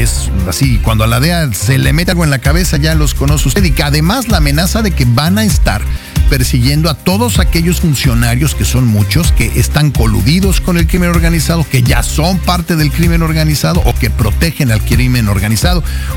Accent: Mexico

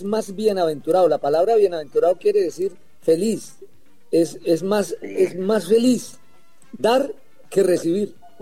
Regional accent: Ocaña, Norte de Santander, Colombia; Ocaña, tierra que amaña, mi tierra

